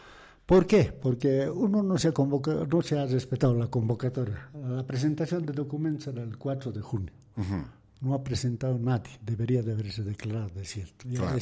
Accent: Bolivia; me considero un bartolino de esos que no hay por qué. Somos aquí en Bolivia somos indios, taras y somos de todo, pues.

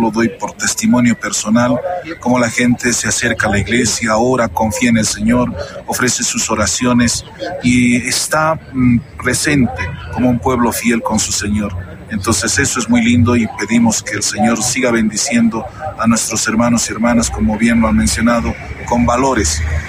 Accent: Bolivia; Estos valores que también nos identifican y nos hacen sentir que realmente somos hijos de Dios y auténticos cristianos bolivianos en el mundo.

